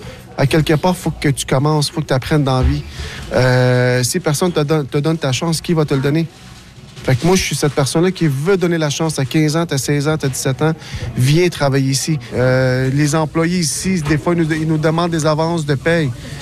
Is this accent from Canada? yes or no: yes; Montreal, Quebec, Canada; French is a second language; also born or lived in Lebanon; Dans Verdun, j'ai grandi dans Verdun.